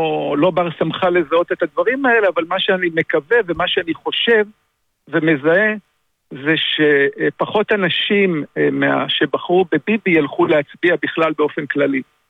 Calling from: Netanya, Central District, Israel; אני תושב נתניה, ולפני כן הייתי תושב עיירת פיתוח.

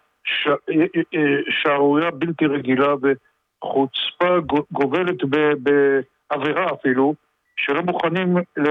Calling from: Petah Tikva, Central District, Israel; אני מפתח תקווה.

